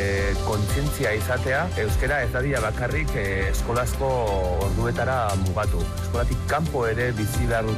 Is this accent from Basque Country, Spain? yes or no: no; Estella, Navarre, Spain; Lizarran jaioa eta nire haurtzaro zein gaztaroa han bertan igaro nituen.